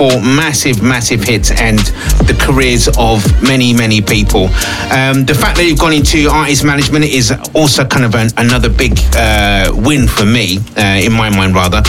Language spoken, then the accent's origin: English; United Kingdom; because I'm British